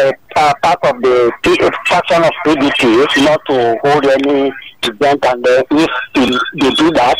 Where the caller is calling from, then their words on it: Lagos, Nigeria; I'm calling from Ikoto in Lagos.